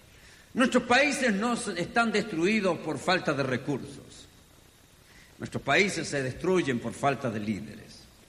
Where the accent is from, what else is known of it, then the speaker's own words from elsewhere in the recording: Chile; moved away as an adult; Nací en mi país, aquí en Chile, crecí